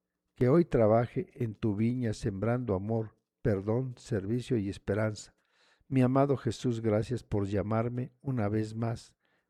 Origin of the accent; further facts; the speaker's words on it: San Juan Yucuita, Oaxaca, Mexico; que me están escuchando en San Juan Yucuita. Muchísimas gracias, San Juan Yucuita. No considero, es mi tierra. Es mi tierra, es la tierra de mi mamá, es la tierra de mi papá, es el lugar donde ellos nacieron.